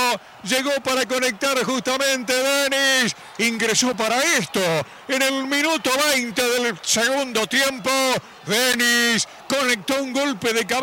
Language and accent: Spanish; Uruguay; Somos uruguayos